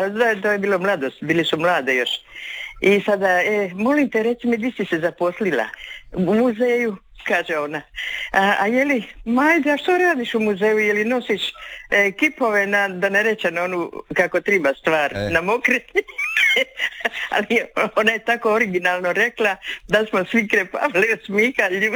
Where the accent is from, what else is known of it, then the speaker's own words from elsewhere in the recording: Zadar, Zadar County, Croatia; Ali dobro, ja sam prava Zadranka i ja sve muzeje znam.